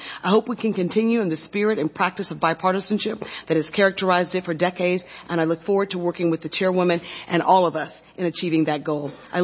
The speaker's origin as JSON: {"language": "English", "town": "Selma", "region": "Alabama", "country": "United States", "tie": "born or raised there", "said": "my hometown of Selma, Alabama."}